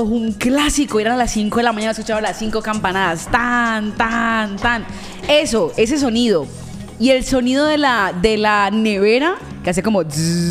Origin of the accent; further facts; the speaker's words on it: Colombia; nos caracterizan como colombianos